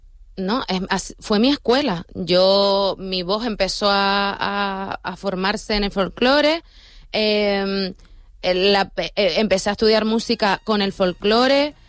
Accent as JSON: {"language": "Spanish", "region": "Canary Islands", "country": "Spain", "said": "el compañerismo, el conocimiento de mi tierra. Y yo creo que eso es algo que deseo y espero que no se pierda, porque es fundamental para los niños de Canarias."}